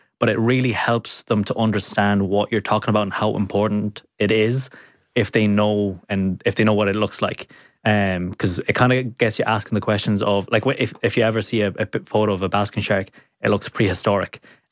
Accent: Ireland; we're Irish, we don't like change

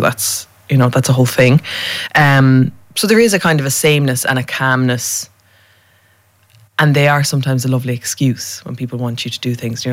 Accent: Cork, Munster, Ireland; moved away; I'm from Cork.

